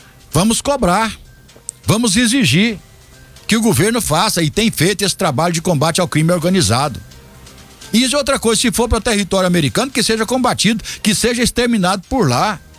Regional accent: Brazil

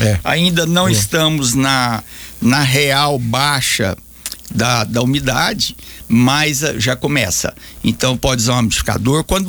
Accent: Goiânia, Goiás, Brazil; born there; now in Anápolis, Brazil; Nasci em Goiânia, mas acho que sou mais anapolino do que um bocado de anapolino.

